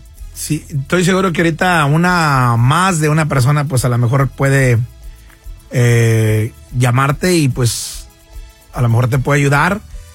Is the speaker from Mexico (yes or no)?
yes; Mexico; Como hispanos o como mexicanos, yo me incluyo